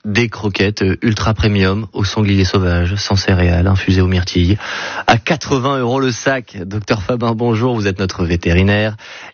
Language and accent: French; Grand Est, France; En tant qu'Alsacien, on va supporter les amis allemands, les amis frontaliers.